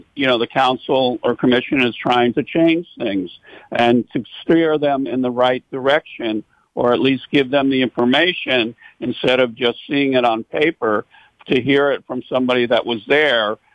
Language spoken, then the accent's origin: English; North Miami Beach, Florida, United States; I grew up in North Miami Beach. I was there since I'm 6 months old, and I participated in Optimist my whole life